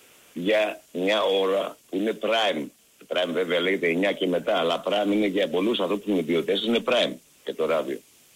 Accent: Aigio, Western Greece, Greece; Με θυμάσαι ποιος είμαι εγώ από το Αίγιο, έτσι?

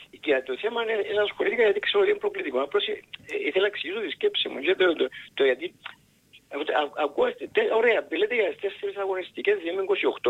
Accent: Limassol, Limassol District, Cyprus; είμαι από τη Λεμεσό.

